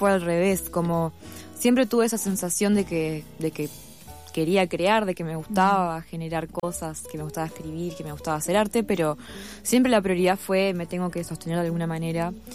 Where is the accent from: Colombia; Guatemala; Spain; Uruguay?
Uruguay; moved away; me encanta ser uruguaya.